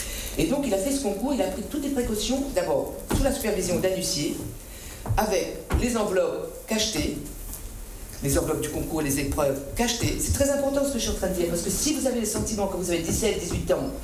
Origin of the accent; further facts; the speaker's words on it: Réunion; Alors chez nous, à La Réunion, c'était la télé de l'État, et l'État c'est le préfet